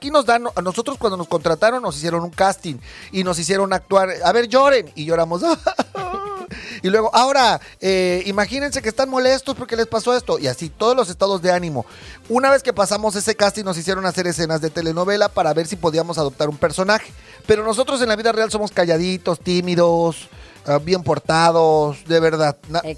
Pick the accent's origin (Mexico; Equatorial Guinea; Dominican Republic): Mexico; muchos mexicanos sabemos que no sabemos hablar inglés